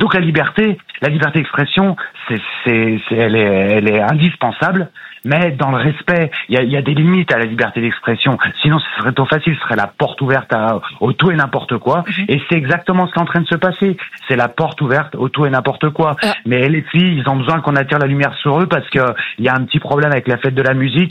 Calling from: Bourg-en-Bresse, Auvergne-Rhône-Alpes, France; J'appelle de Bourg-en-Bresse.

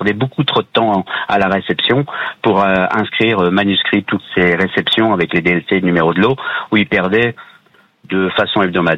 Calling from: Thaon-les-Vosges, Grand Est, France; j'appelle de Thaon-les-Vosges, dans les Vosges.

